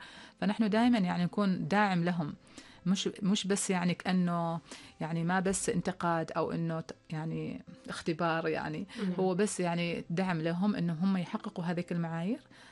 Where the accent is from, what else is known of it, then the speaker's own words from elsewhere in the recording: Oman; سلطنة عمان الحين عندنا 6 مدن صحية